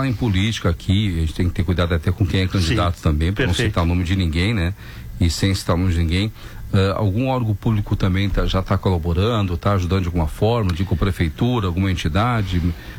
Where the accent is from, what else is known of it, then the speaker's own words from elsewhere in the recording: Cidreira, Rio Grande do Sul, Brazil; me criei em Cidreira